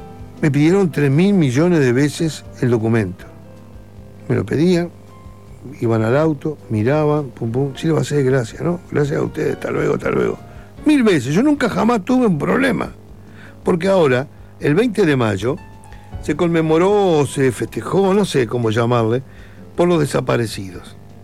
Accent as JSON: {"language": "Spanish", "country": "Uruguay", "also_born_or_lived": "Argentina", "said": "soy un ciudadano uruguayo también. Y tengo 80 años."}